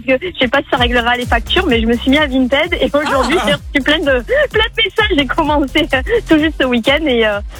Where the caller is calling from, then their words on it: Saint-Martin-de-Crau, Provence-Alpes-Côte d'Azur, France; J'habite à Saint-Martin-de-Croix, je suis à côté de Arles. On est entre la Camargue et les Alpilles.